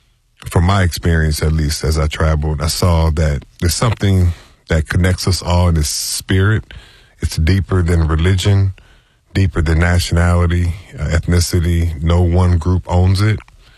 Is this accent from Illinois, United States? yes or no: yes; Evanston, Illinois, United States; So I grew up in broader Evanston, but I had a very kind of, African-American experience.